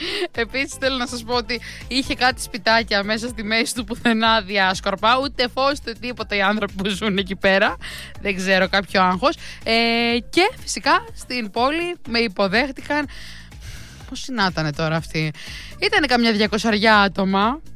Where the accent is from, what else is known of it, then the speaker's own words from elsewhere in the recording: Chalkida, Central Greece, Greece; Είναι σαν να λέω εγώ ότι, ότι είμαι από τη Χαλκίδα και μένω στη Χαλκίδα.